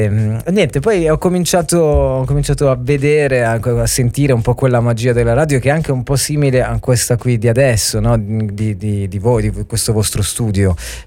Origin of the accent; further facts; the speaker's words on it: Altamura, Apulia, Italy; moved away; Sono di Altamura, provincia di Bari. Facevo l'università lì, ho fatto l'università giù. Cioè, io non sono quel pugliese che dice... sono pugliese perché ho il nonno